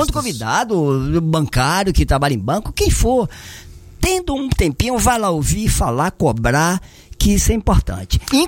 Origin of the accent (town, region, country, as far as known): Brazil